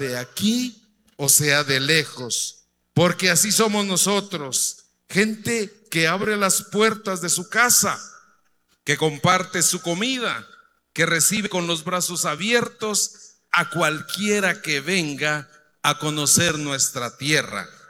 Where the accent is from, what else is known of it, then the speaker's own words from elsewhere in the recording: San Pedro Sacatepéquez, Guatemala; a querer esta tierra, a respetar nuestras tradiciones, a sentirse orgullosos de decir, yo soy de San Pedro Zacatepeques